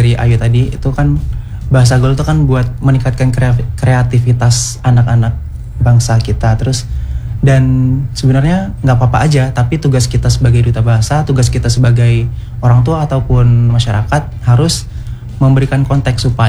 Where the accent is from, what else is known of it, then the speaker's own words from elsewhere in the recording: Bengkulu, Indonesia; accent: Bengkulu city dialect; first language Javanese; sih sebenarnya lahir dari orang tua yang bersuku Jawa, jadi di rumah pakai bahasa Jawa, tapi di kampus ataupun di saat nongkrong-nongkrong sama teman itu pakai bahasa Bengkulu.